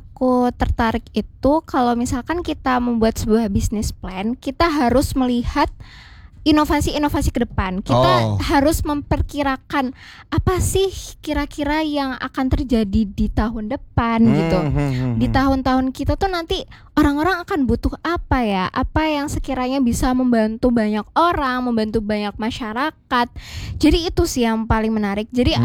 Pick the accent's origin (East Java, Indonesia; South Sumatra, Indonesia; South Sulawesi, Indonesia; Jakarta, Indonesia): East Java, Indonesia; Surabaya; Surabaya asli. Surabaya dong, dari lahir.